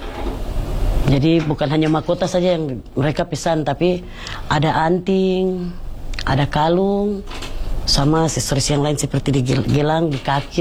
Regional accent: Papua, Indonesia; Tapi kalau untuk ini kan sudah, ini sudah umum ini untuk kami orang Papua.

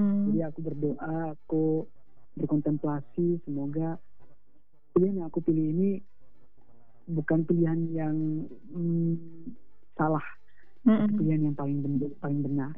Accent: Rote, East Nusa Tenggara, Indonesia; now in Kupang, Indonesia; Aku pengen kuliah karena aku ingin berkontribusi buat daerah aku berasal, yaitu Nusa Tenggara Timur, terlebih khususnya di Rotendao.

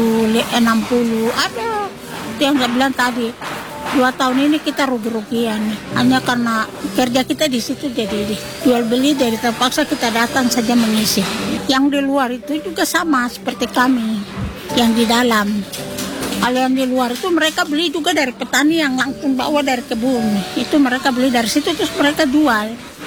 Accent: Papua, Indonesia; Yang penting kita orang Papua yang beli-beli itu sama rugi.

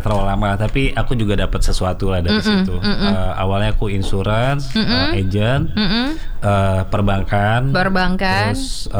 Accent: Padang, West Sumatra, Indonesia; aku orang Padang.

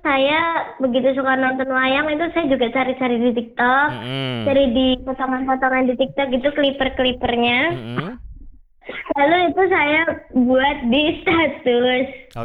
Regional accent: Tangerang, Banten, Indonesia; Sebenarnya saya itu walaupun lahir besar di Tangerang, tapi dari kecil itu saya masih suka diedukasi tentang budaya Jawa.

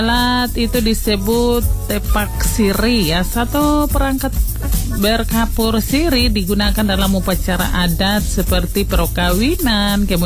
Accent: Merauke, Papua South, Indonesia; Iya, kita orang Merauke bilang yang suka makan pinang ini, pinang GB yang ada di pasar Mopa sana itu ya.

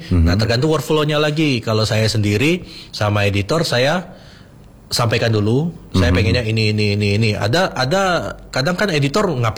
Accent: Jambi, Indonesia; moved away; saya anak asli Jambi yang mencari ilmu di luar

